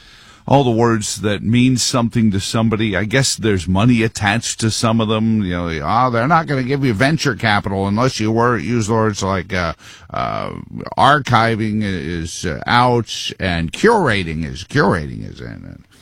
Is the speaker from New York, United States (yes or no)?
yes; Queens, New York, United States; Growing up in Queens, one of the things you miss is the souvlaki right from a restaurant in Astoria.